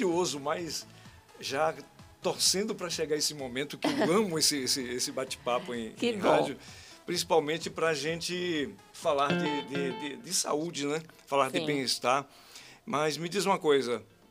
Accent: Mundo Novo, Bahia, Brazil; born there; moved away; also born or lived in Mairi / Várzea da Roça; Eu nasci em Mundo Novo, sou descendente

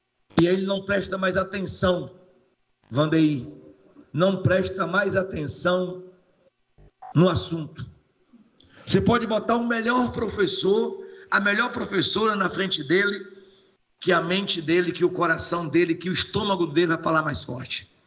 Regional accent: Bahia, Brazil; also born or lived in Jequié; os meus irmãos baianos e baianas

